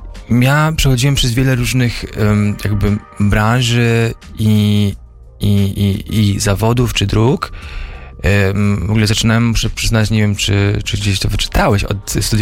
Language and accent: Polish; Bielsko-Biała, Silesian Voivodeship, Poland; born there; Ja urodziłem się w ogóle na południu Polski, w Bielsku-Białej. Też mieszkałem jakiś tam dłuższy okres w Polsce.